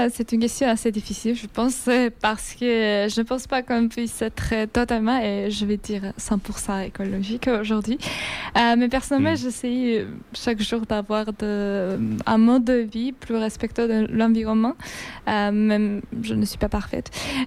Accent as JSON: {"language": "French", "country": "Georgia", "second_language": "French", "moved": "as an adult", "lives_now": "France", "said": "je viens de Géorgie"}